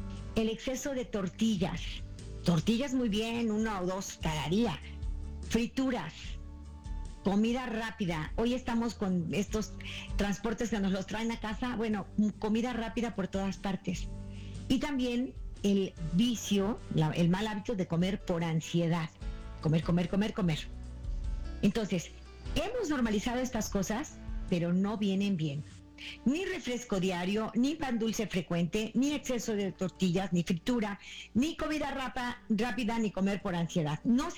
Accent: Mexico; En mi país, México

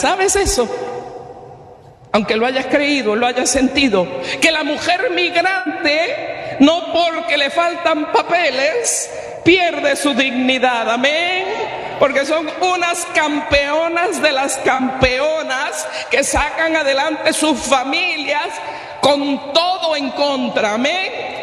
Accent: Puerto Rico; Yo soy boricua

